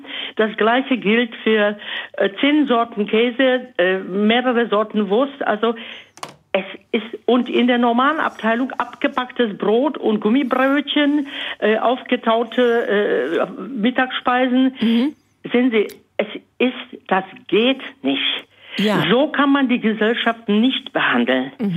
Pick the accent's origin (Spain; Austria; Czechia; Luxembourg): Czechia; Bohemia; Ich komme aus Böhmen.